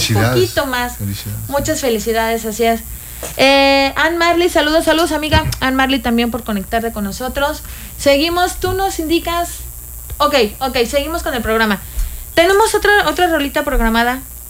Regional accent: Mexico City, Mexico; now in Cancún, Mexico; yo no soy de Cancún, desafortunadamente, soy de la Ciudad de México

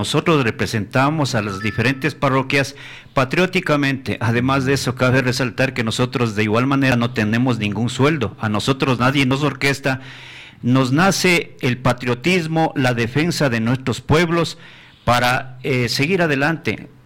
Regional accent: Penipe, Chimborazo, Ecuador; hoy me he puesto al frente de mi pueblo, de mi parroquia, para defender los recursos que nos corresponde por derecho y por ley.

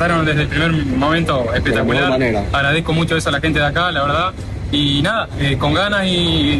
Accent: Cerro Largo, Uruguay; moved away as an adult; yo empecé en Cerro Largo, un equipo allá de mi pueblo

